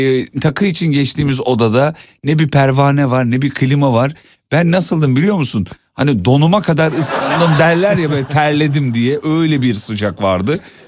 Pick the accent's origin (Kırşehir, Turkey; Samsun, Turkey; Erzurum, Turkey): Erzurum, Turkey; Bizim yörelerin Erzurum yöresine ait bir eserdi.